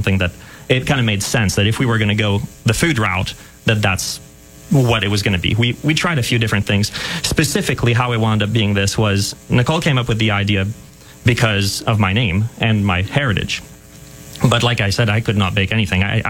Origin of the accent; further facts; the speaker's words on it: Quebec, Canada; I was about 20 minutes south of Montreal in a smaller town where there was a bakery, I think.